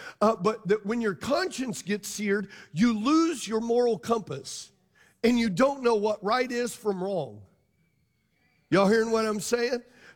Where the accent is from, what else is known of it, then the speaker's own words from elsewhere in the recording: Louisiana, United States; I come from Louisiana, where if you can catch it and kill it and it doesn't eat you, you can eat it.